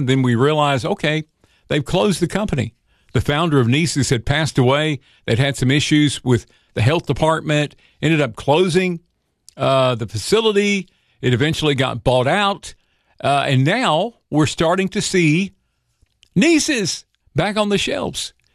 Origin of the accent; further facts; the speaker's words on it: the Piedmont, North Carolina, United States; My wife and I both grew up on it. We're both from the Piedmont in North Carolina